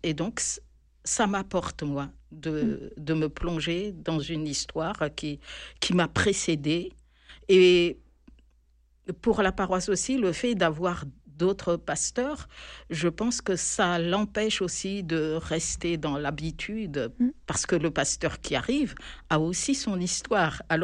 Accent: Antananarivo, Analamanga, Madagascar; moved away as an adult; now in Aix-en-Provence, France; Oui, je suis malgache, je viens de Madagascar. Et je suis venue, donc après mon bac, j'ai passé mon bac à Madagascar, en Antananarivo.

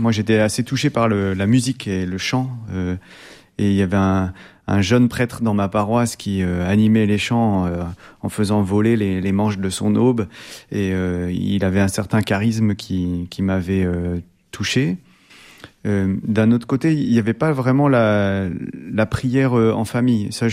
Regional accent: Normandy, France; moved away; also born or lived in Roubaix / Mauges; je suis né à Roubaix dans le Schnorr. Okay. J'ai vécu que 6 mois là-bas, hein, et j'ai grandi en Basse Normandie. Mon papa est originaire de Caen et ma maman est du Nord.

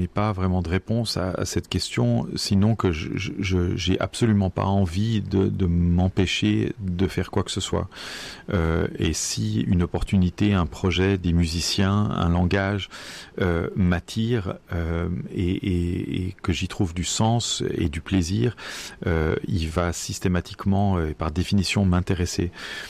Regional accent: Geneva, Switzerland; avec qui j'ai grandi à Genève

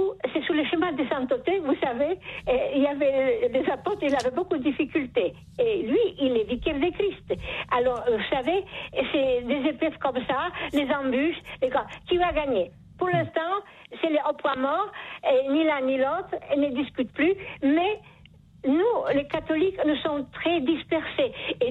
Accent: Poland; French is a second language; Voilà, je suis polonaise, je m'excuse. Alors, des fois j'accente qui n'est pas bon.

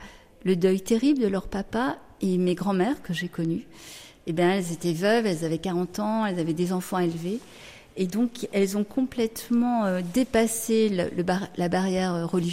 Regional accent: France; moved away as an adult; also born or lived in Paris / Lebanon; j'ai donc toute mon enfance, adolescence en France, mes études à Paris d'infirmière, et puis après j'ai vécu 25 ans au Liban.

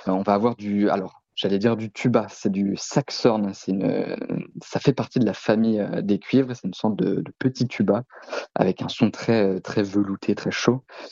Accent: Lannion, Brittany, France; moved away as an adult; also born or lived in Canada; Moi, en fait, je suis originaire de Lannion, donc un tout petit peu au nord de Lokenvel, de Belle-Île-en-Terre.

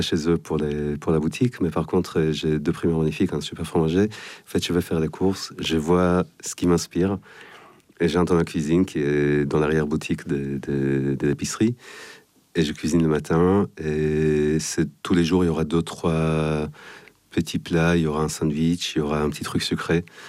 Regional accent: Israel; French is a second language; moved away as an adult; now in Paris, France; Tout à la base, en Israël, j'avais une formation artistique

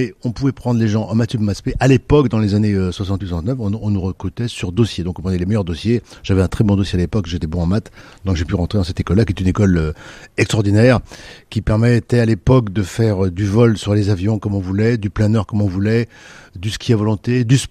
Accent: Paris, Île-de-France, France; Parce que moi, je venais de Paris. À Paris, il y avait très très peu de possibilités pour le sport

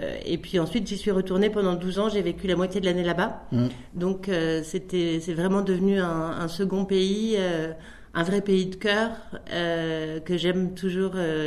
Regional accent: Puy-Saint-Vincent, Provence-Alpes-Côte d'Azur, France; je suis née donc à Puy-Saint-Vincent et j'ai grandi à Puy-Saint-Vincent, dans les Hautes-Alpes.

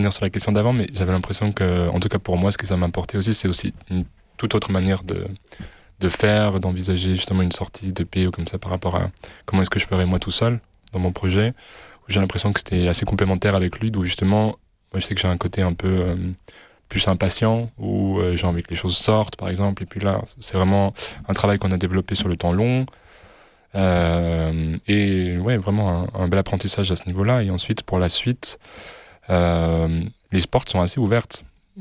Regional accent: Switzerland; On est suisse.

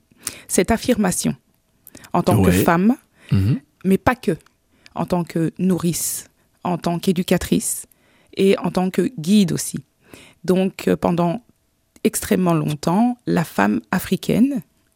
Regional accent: Liège, Wallonia, Belgium; also born or lived in Congo; Je suis arrivée ici en Belgique à mes 2 ans, donc ça fait 44 ans.

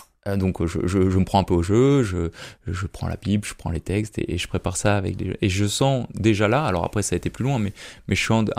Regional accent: Tourcoing, Hauts-de-France, France; Alors moi, j'ai grandi à Tourcoing, dans une famille qui avait des racines chrétiennes. J'ai été baptisé, j'étais à l'école catholique à Tourcoing, puis à Lille, à Saint-Paul.

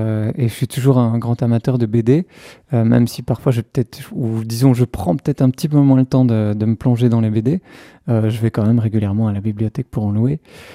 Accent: Braine-le-Comte, Wallonia, Belgium; J'ai grandi à Braine-le-Comte, dans le Hainaut.

